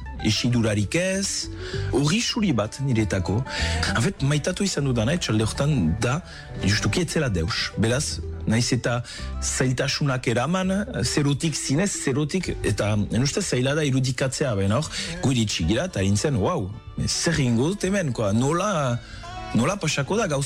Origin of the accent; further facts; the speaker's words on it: Bayonne, Nouvelle-Aquitaine, France; Azken finean, Baionakoa naiz, eta bo, garai batez barri izan dut urrundu Baionatik